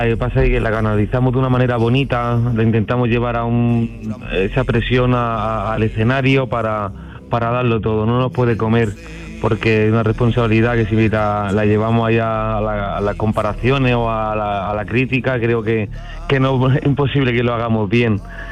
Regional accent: Granada, Andalusia, Spain; Generalife en Granada, mi tierra

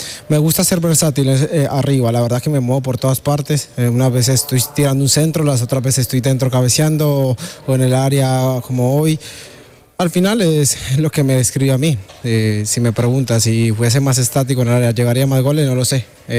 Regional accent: Pereira, Risaralda, Colombia; moved away; Yo soy de al lado, mira. Yo soy de Pereira.

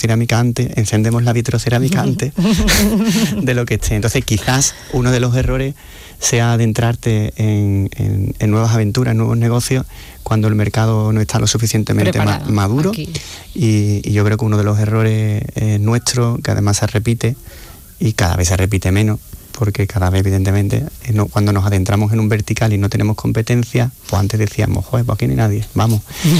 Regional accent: Seville, Andalusia, Spain; sabemos que somos sevillanos, que somos andaluces y que hacemos las cosas de una manera diferente

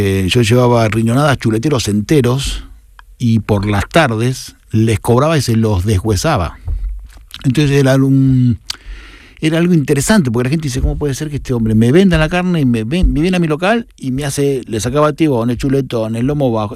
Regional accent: Argentina; now in Spain; Pues yo soy argentino, ¿eh?

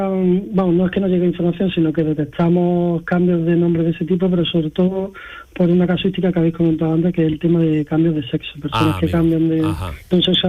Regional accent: Granada, Andalusia, Spain; born there; Un nombre típico en mi ciudad, Granada. Yo soy nacido en Granada.

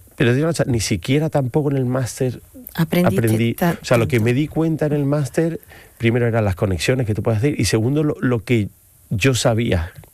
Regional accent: Seville, Andalusia, Spain; No, soy sevillano.

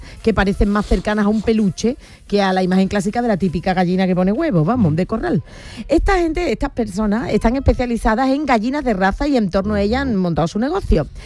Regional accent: San Fernando, Andalusia, Spain; Soy de San Fernando, la sal.

